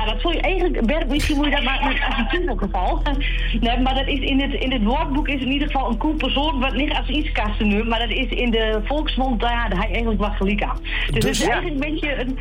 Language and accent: Dutch; Hellendoorn, Overijssel, Netherlands; ik kom uit Helden, hè, Hellendoorn.